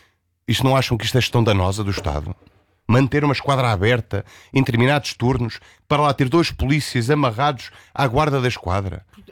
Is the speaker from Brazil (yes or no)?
no; Beira Baixa, Portugal; na minha terra, que eu sou da zona da Beira Baixa